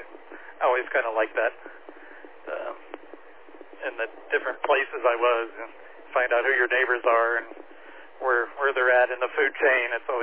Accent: Florida, United States; moved away as an adult; now in Vista, United States; I'm from Florida originally, and I moved out here.

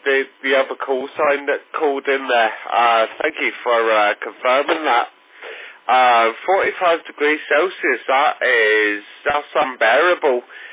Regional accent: Bournemouth, South West England, United Kingdom; moved away as an adult; now in Magherafelt, United Kingdom; I'm originally from Bournemouth in England. But I moved here when I was 18, so I'm in a small town called Magrafell, and that's between Belfast City and Derry City

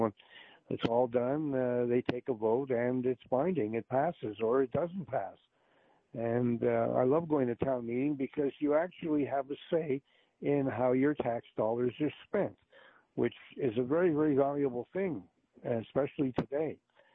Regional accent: Montreal, Quebec, Canada; now in Marblehead, United States; My hometown where I grew up was Montreal in Quebec in Canada. But I live in Marblehead, Massachusetts right now

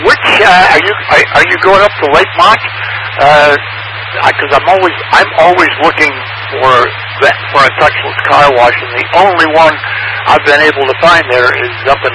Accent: Toledo, Ohio, United States; moved away; I'm from the Toledo area originally.

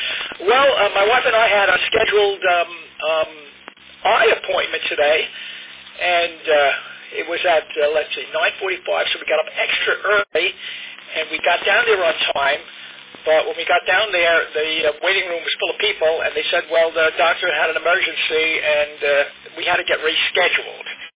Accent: New York, United States; accent: New York; moved away as an adult; now in Florida, United States; 78 in a few months. … I've been down here in Florida since 2003, so a little over 22 years, but I really haven't lost my New York accent

